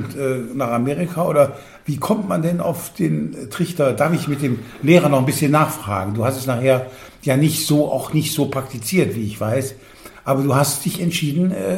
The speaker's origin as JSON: {"language": "German", "town": "Bordenau", "region": "Lower Saxony", "country": "Germany", "said": "Ich komme aus Bordenau, Scharnhorst und so weiter."}